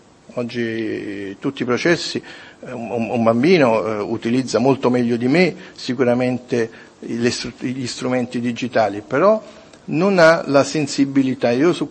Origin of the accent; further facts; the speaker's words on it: Salerno, Campania, Italy; io sono salernitano, noi a Salerno abbiamo un festival del cinema che è antichissimo